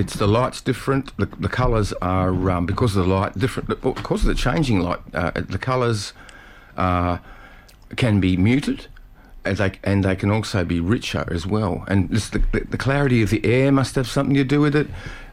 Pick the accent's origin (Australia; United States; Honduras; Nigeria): Australia; Derwent Valley, Tasmania; moved away; also born or lived in Queensland; And I grew up in Tassie, down in the Derwent Valley